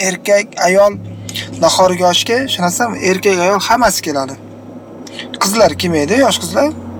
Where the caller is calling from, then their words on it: Kamashi District, Kashkadarya Region, Uzbekistan; Men Qashqadaryo viloyati Qamashi tumanidanman. Bizlar tarafda haligacha o'sha eski to'ylar saqlanib qolingan.